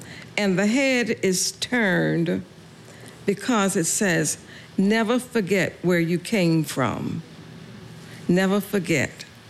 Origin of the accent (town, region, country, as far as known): Savannah, Georgia, United States; born or raised there